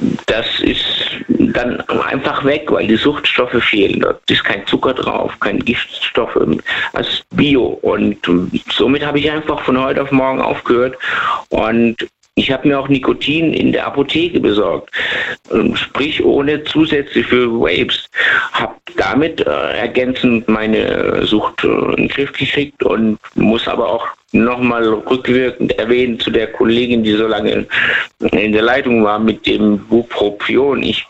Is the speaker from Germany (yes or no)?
no; Lebanon; Ich komme auch aus dem Libanon, also da ist auch leider